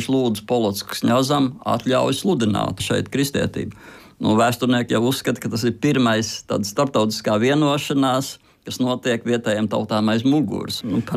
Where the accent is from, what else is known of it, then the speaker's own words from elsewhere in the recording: Zemgale, Latvia; Es esmu no Zemgales.